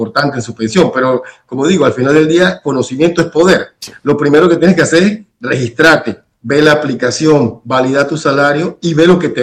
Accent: Panama; somos panameños

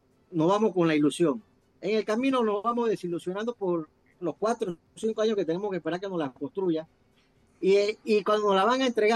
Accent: Panama; como buen panameño que somos

